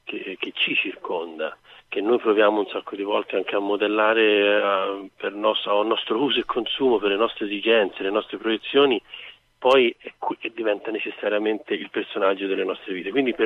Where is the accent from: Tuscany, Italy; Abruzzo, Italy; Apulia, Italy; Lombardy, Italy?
Tuscany, Italy; Livorno; E io da livornese, da toscano.